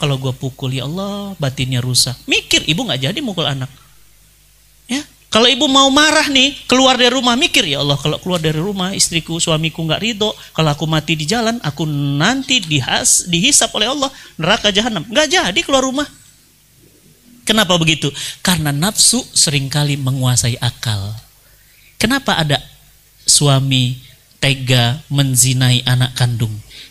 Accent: Medan, North Sumatra, Indonesia; bapak saya Sumedang, Sunda, ibu saya Jawa, saya lahir dan besar di Medan.

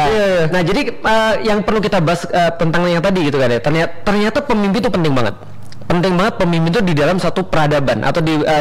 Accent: Palembang, South Sumatra, Indonesia; moved away; Nah, di Palembang dulu tempat aku gede

